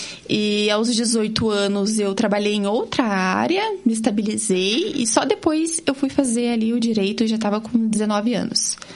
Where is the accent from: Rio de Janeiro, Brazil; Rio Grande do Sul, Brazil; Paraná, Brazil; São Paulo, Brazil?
Paraná, Brazil; Curitiba; born there; Sou daqui de Curitiba.